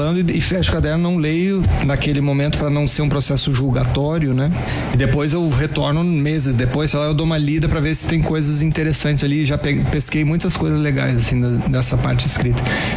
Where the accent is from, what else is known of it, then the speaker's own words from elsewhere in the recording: Rio Grande do Sul, Brazil; accent: gaúcho; also born or lived in Brasília; Eu sinto que o gauchês está em mim mais predominantemente do que qualquer coisa, né? Por conta de eu ter sido criado lá, minha família toda lá, né?